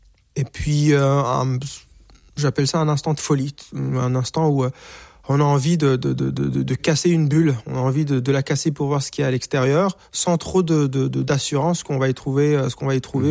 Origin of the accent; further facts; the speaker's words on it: Rwanda; on me disait « Tu viens d'où ?» Ben, je suis d'origine rwandaise.